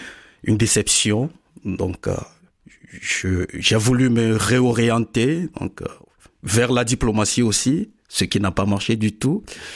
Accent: Togo; now in Montpellier, France; Je suis originaire du Togo, pasteur de l'église évangélique presbytérienne du Togo

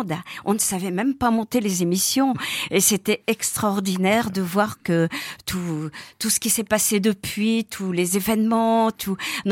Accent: Hauts-de-France, France; now in Saint-Étienne, France; Je suis une ch'ti, je le revendique.

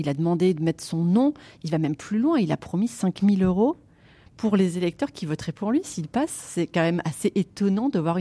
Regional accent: France; chez nous en France

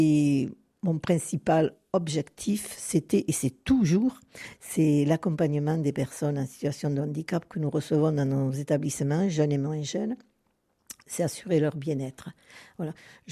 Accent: La Roque-de-Fa, Occitanie, France; commencé au foyer ESAT à la Roque-de-Fa en tant que cuisinière. Je suis de là

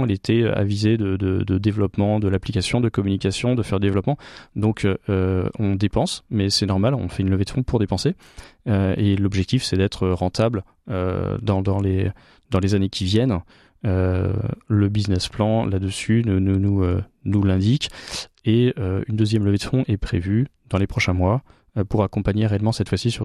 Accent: Brittany, France; Je suis breton, de la famille de Carnac, comme

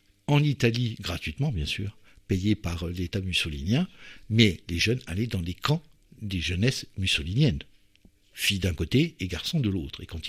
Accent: Homécourt, Grand Est, France; je suis originaire d'Oboué.

